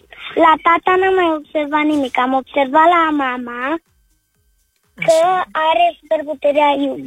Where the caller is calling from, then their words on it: Cluj-Napoca, Cluj County, Romania; Eu am 6 ani și sunt din Cluj-Napoca.